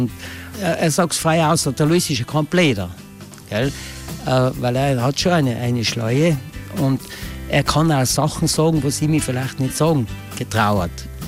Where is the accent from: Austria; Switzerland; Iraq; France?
Austria; Styria; born there; also born or lived in Ulten Valley, South Tyrol (parents' origin); kein gebürtiger Ultner. Die Eltern sind Ultner, weil wo der Stausee jetzt ist, haben sie gewohnt und sind ausgewandert und dann sind da die Kinder. Ich bin in der Steiermark geboren, mein Bruder ist noch in Meran geboren und alle anderen halt in Österreich.